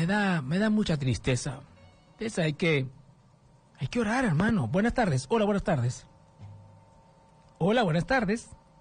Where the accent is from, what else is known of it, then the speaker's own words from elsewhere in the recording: Honduras; Nosotros como hondureños estamos pagando la corrupción.